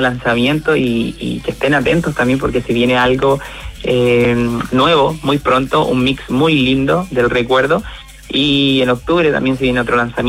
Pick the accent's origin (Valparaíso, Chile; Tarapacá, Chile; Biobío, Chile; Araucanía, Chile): Tarapacá, Chile; Iquique; born there; now in Santiago, Chile; Bueno, yo soy nacido acá en Iquique, vivo en Santiago, pero actualmente me encuentro aquí con mi familia en Iquique disfrutando.